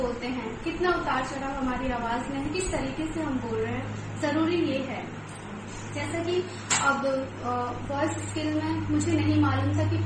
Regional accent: Delhi, India; नमस्कार दोस्तों … और मैं दिल्ली से हूँ।

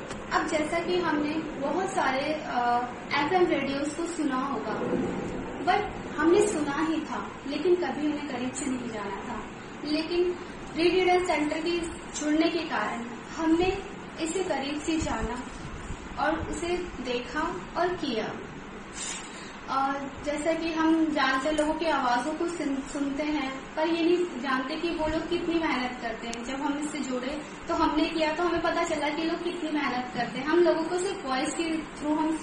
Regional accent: Delhi, India; नमस्कार दोस्तों … और मैं दिल्ली से हूँ।

